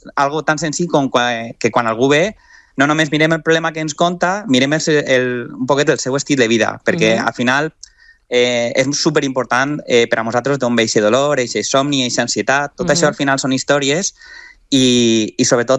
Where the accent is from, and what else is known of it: Valencian Community, Spain